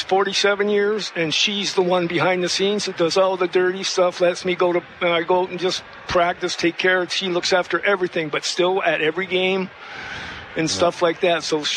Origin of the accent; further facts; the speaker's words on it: Vancouver, British Columbia, Canada; in the east end of Vancouver where I grew up